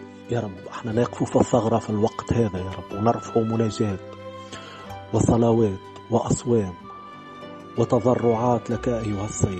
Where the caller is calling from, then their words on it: Tunisia; من تونس، مؤمن بالمسيح.